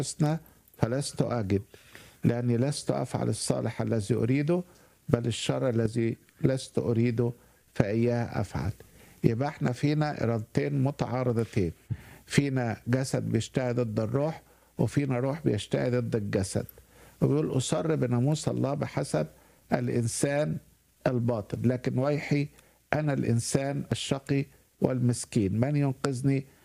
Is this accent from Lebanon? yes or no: no; Asyut, Asyut Governorate, Egypt; born there; now in Alexandria, Egypt; انا اتولدت في اسيوط وبعدين ربنا رقاني وانت في اسكندريه.